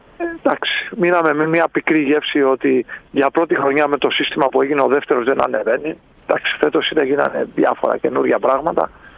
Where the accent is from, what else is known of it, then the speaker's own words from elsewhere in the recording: Corfu, Ionian Islands, Greece; Ήταν ο κορμός, είμαι Κερκυραίος και τρία παιδιά από την Αθήνα που μας βοηθάνε τα τελευταία 2-3 χρόνια.